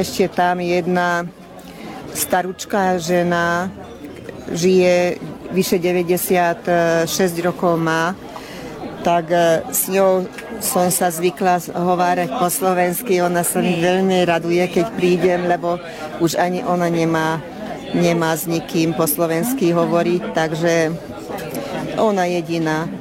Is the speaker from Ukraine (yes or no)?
no; Hungary; Ja som rodená Gutianka, takže my sme sa doma schovárali s nimi po slovensky.